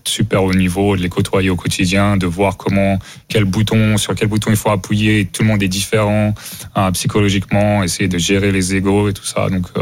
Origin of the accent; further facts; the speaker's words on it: France; also born or lived in United States; comme je disais, j'ai grandi en France, regardé le basket européen, ensuite je vais aux États-Unis.